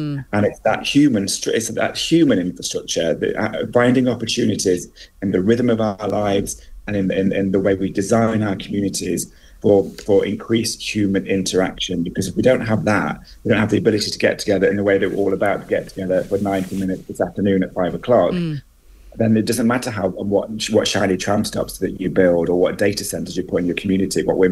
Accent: East Midlands, United Kingdom; my hometown in North Nottinghamshire

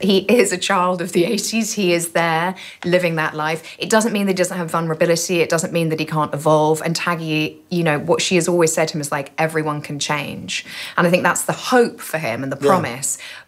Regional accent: United Kingdom; More sex, please. We're British.

